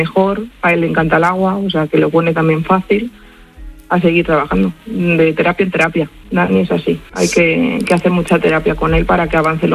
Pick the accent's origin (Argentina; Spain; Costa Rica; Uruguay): Spain; Aranjuez, Community of Madrid; de donde somos, de Aranjuez.